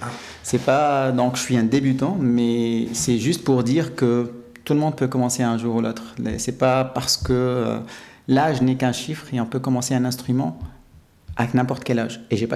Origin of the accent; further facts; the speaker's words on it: Canada; je suis Canadien d'origine tunisienne.